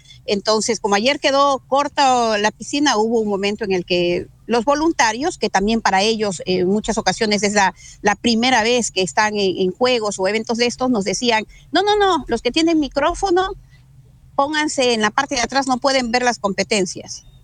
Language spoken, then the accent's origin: Spanish; Ecuador; Igual seguimos siendo ecuatorianos